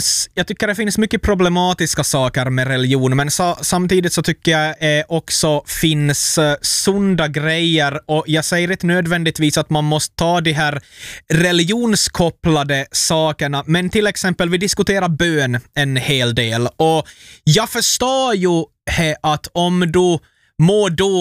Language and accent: Swedish; Ostrobothnia, Finland; jag är ju född och uppvuxen i Österbotten, och det här är min bild av religion